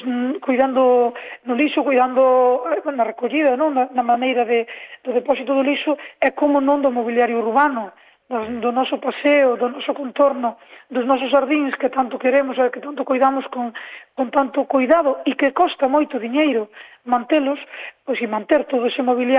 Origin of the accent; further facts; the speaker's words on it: Calo, Galicia, Spain; now in Vimianzo, Spain; son de Calo, nací en Calo, criei-me en Calo, pero levo moitos anos xa dormindo e vivindo en Vimianzo